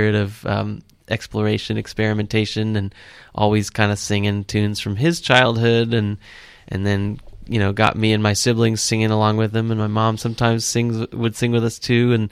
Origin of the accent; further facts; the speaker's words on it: Seattle, Washington, United States; I grew up in Seattle, the north side of the city, and went to public schools in the city